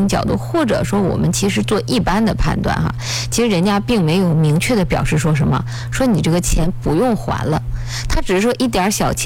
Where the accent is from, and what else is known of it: China